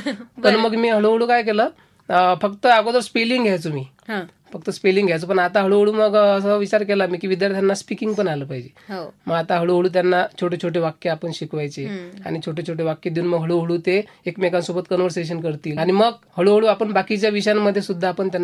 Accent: Akola district, Maharashtra, India; moved away as an adult; now in Nandgaon, India; मी तसा मूळचा अकोला जिल्ह्याचा.

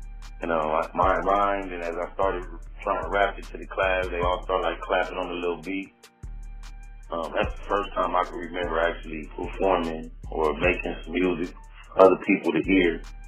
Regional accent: Compton, California, United States; I'm from Compton / Los Angeles, South Central, California.

